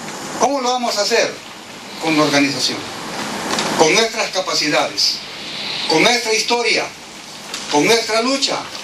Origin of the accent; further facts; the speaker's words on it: El Salvador; also born or lived in Nicaragua; cuando venimos de El Salvador, el pulgarcito de América